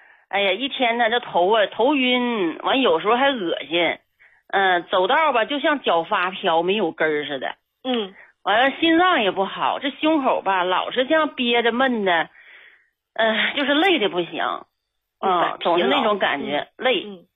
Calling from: Harbin, Heilongjiang, China; 张老师，我家是哈尔滨的，我今年66了。

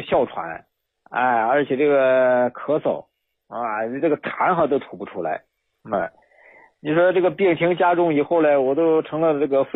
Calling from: Xi'an, Shaanxi, China; 我是陕西西安的。

